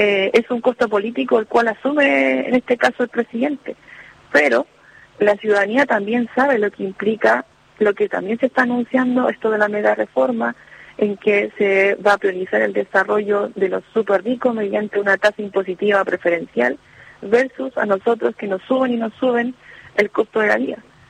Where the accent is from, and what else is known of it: Chile; now in Linares, Chile